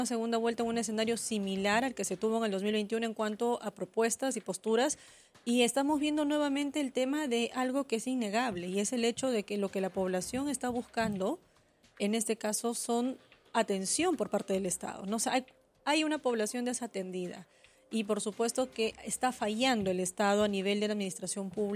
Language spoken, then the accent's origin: Spanish; Cajamarca, Peru; yo que soy de Cajamarca, el aeropuerto Jaén, ¿cuánto tiempo tiene ese tema inconcluso?